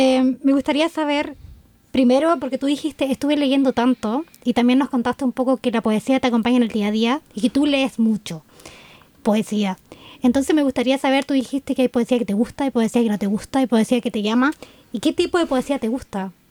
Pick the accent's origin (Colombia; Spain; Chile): Chile; Es que venimos de Chile.